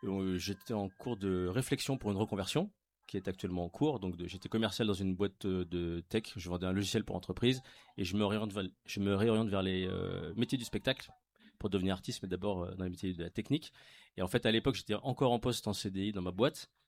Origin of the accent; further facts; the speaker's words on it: Île-de-France, France; moi, je viens de Paris, la région parisienne.